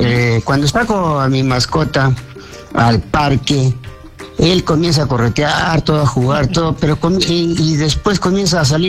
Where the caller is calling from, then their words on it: Camaná, Arequipa, Peru; estoy llamando desde Arequipa.